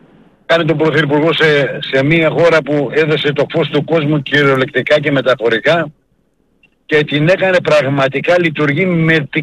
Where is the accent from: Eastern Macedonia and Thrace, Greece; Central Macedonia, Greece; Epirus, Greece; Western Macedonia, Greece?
Eastern Macedonia and Thrace, Greece; Drama; also born or lived in Dipotamo; Εγώ είμαι από το Διπόταμο, η καταγωγή μου από εκεί είναι. Αλλά σε μικρή ηλικία έφυγα, ήρθα στη δράμα.